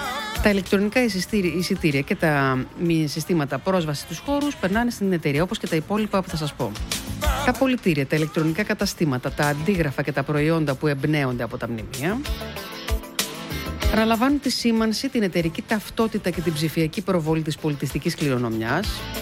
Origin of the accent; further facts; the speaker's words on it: Greece; σαν Έλληνες αντιδράμε και συζητάμε πάνω σε αυτά.